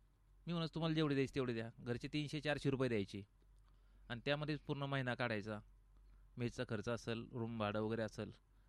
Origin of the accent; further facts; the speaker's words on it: Dahegaon Ne, Maharashtra, India; मी मूळचा दहेगावने, तालुका शेवगाव, जिल्हा अहिल्यानगर येथील असून माझं बालपण दहेगावने या गावीच गेलं. जायकवाडीचा बॅकवॉटरचा जो भाग म्हणतो आपण, त्या धरणग्रस्त परिसरातला मी आहे.